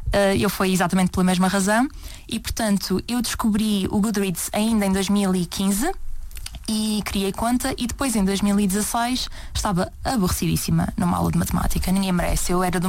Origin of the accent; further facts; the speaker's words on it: Porto, Norte, Portugal; tenho 26 anos, sou do Porto